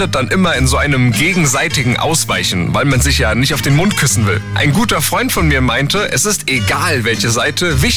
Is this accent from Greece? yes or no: yes; Greece; Ich bin ja Grieche und ich war letztens in Griechenland.